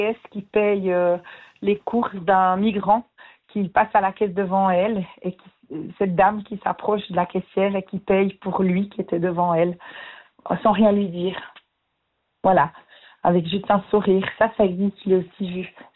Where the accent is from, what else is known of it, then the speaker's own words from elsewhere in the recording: Saint-Imier, Bern, Switzerland; Alors, à Saint-Imier, justement.